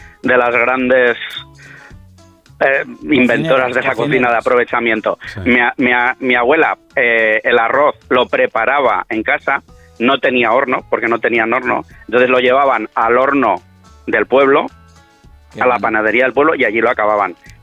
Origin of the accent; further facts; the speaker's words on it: Valencia, Valencian Community, Spain; A ver, David, Jorge, soy de Valencia.